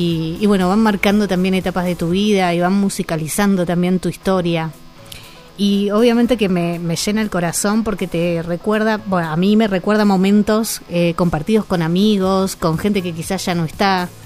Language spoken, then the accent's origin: Spanish; Ramos Mejía, Buenos Aires Province, Argentina; yo nací, ustedes saben, en Buenos Aires, en Ramos Mejía, nací en La Matanza.